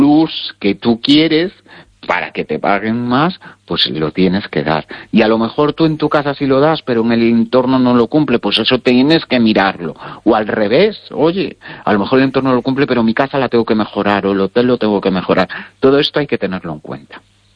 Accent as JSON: {"language": "Spanish", "region": "Galicia", "country": "Spain", "moved": "yes", "said": "yo que no vivo en Galicia, pero que presumo de mi tierra mucho, allá donde voy"}